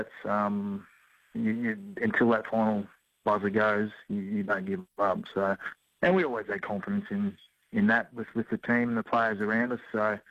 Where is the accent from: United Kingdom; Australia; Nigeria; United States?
Australia; Perth, Western Australia; Like, I come from Perth, and it's a small community